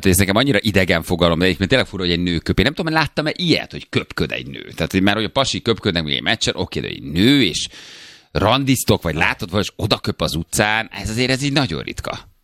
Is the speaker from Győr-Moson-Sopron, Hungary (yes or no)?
no; Nyíregyháza, Szabolcs-Szatmár-Bereg, Hungary; now in Budapest, Hungary; Nyíregyháziként, hogy lehetsz ilyen finnyás egyébként, kérdezik.